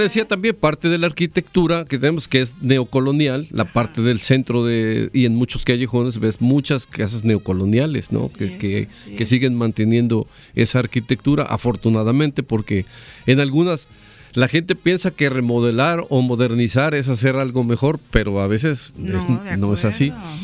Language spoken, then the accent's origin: Spanish; Xico, Veracruz, Mexico; yo soy de Jico.